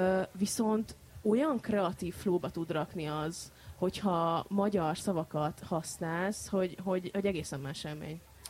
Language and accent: Hungarian; Szentendre, Pest, Hungary; Ez nekem a gyerekkorom helyszíne, tehát hogy így én itt nőttem fel